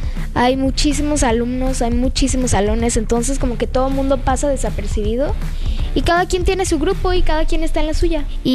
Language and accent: Spanish; Acapulco, Guerrero, Mexico; yo soy de Acapulco y pude grabar una escena en Acapulco, entonces estuvo muy chido regresar a mi...